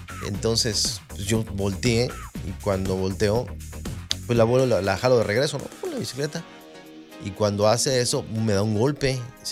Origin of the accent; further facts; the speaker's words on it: Guanajuato, Mexico; moved away; uno de mi tierra de allá de Guanajuato